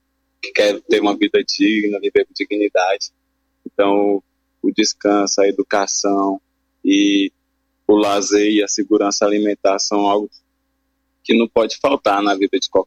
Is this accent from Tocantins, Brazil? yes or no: yes; Palmas, Tocantins, Brazil; eu sou nascido e criado aqui em Palmas. Eu cresci ali pelaquela região das Mil, perto da rodoviária.